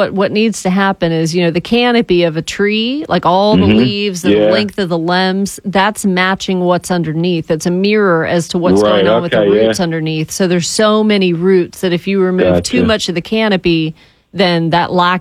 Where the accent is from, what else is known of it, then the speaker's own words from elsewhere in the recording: Woodstock, Georgia, United States; also born or lived in Athens, Georgia; born and raised here. I went from Woodstock to Athens for 5 years to go to the University of Georgia and then right back to Woodstock.